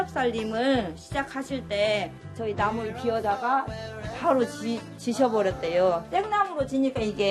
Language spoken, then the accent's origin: Korean; South Korea; 제가 여기서 태어났고 자랐고 시집 갔다가 다시 되돌아왔어요.